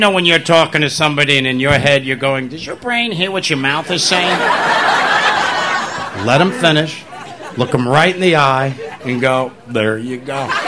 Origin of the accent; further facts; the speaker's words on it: New York, United States; I'm a New Yorker. You know New Yorkers and New Jersey people.